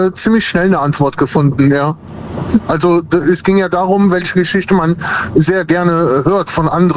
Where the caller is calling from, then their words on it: Aachen, North Rhine-Westphalia, Germany; Ich komme aus der Nähe von Aachen.